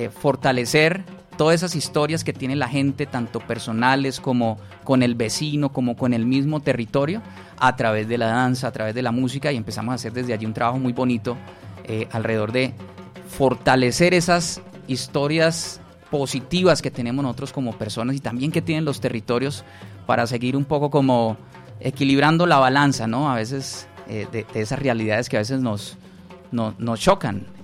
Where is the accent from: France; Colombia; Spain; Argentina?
Colombia; Cúcuta, Norte de Santander; now in Medellín, Colombia; estaba yo con Andrés conversando de mi llegada aquí a Medellín. Yo soy cucuteño.